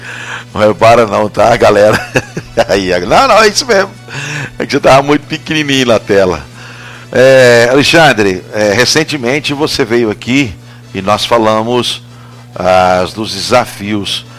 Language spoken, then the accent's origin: Portuguese; Barra do Garças, Mato Grosso, Brazil; Porque você é da Aragarças, eu sou da Barra.